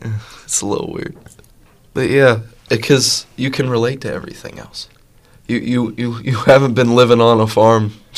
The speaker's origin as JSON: {"language": "English", "town": "Carrick", "region": "Pennsylvania", "country": "United States", "said": "I'm a sophomore from Carrick."}